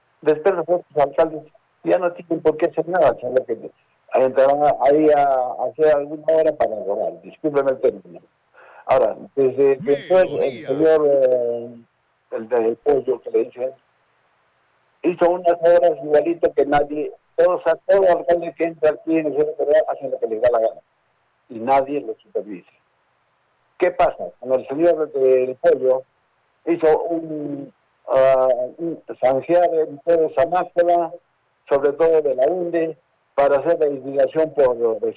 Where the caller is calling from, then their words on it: Cerro Colorado, Arequipa, Peru; yo soy poblador de Cerro Colorado hace más de 70 años